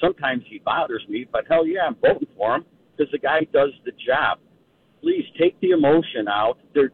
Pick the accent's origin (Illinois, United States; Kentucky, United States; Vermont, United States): Illinois, United States; moved away; I'm a refugee from Illinois originally.